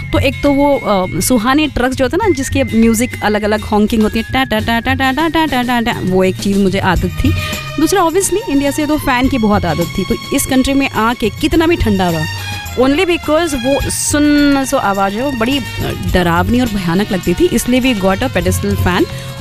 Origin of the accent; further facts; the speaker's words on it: Akola, Maharashtra, India; मैं अकोला जिस शहर से आती हूँ वहाँ पे तो ऐसा लगता है कि सूर्य देवता हमेशा मेहरबान रहते हैं। वो स्पॉटलाइट होता है ना, वैसे धूप। Okay, so I have grown up in temperatures जहाँ पे हमेशा 40s में टेम्परेचर रहता है।